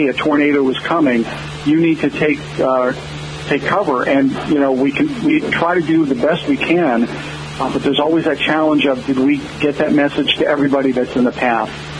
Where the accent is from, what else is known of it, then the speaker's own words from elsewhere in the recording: Connecticut, United States; moved away as an adult; I grew up in Connecticut